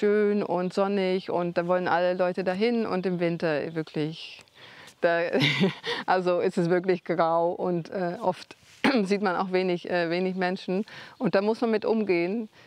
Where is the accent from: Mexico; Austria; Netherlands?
Netherlands; Zeeland; now in Mecklenburg-Vorpommern, Germany; Ich komme ja ursprünglich aus Seeland und es ist ein bisschen vergleichbar mit der Mecklenburgischen Seenplatte.